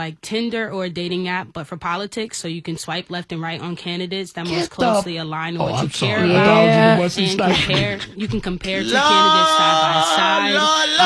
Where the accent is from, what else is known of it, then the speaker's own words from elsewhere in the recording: New York, United States; moved away; I'm actually from New York